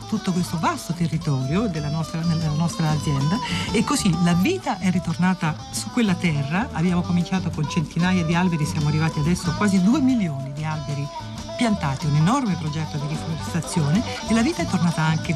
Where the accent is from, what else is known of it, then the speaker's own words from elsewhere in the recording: Brazil; Siamo tornati in Brasile, il mio paese natale.